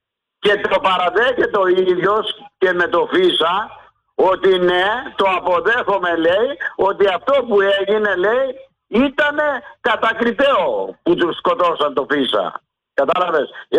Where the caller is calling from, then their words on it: Greece; Είμαι Έλληνας, κατάλαβες, είμαι Έλληνας